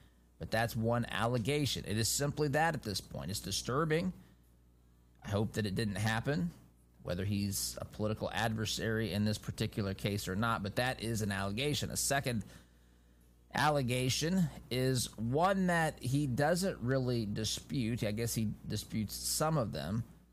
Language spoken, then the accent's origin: English; Baltimore, Maryland, United States; I like the other team. I'm from Baltimore.